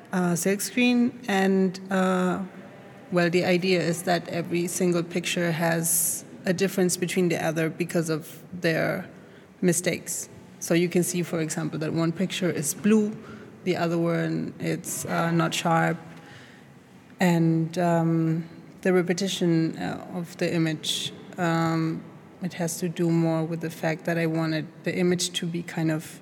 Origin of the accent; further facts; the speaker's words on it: Chile; English is a second language; moved away; I am not from here. I came from Chile